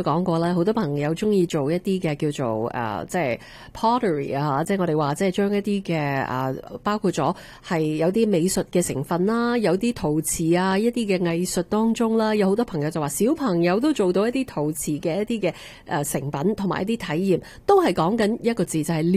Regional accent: Canada; 我哋加拿大人

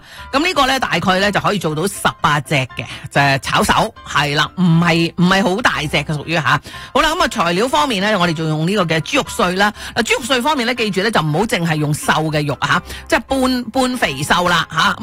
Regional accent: Guangdong, China

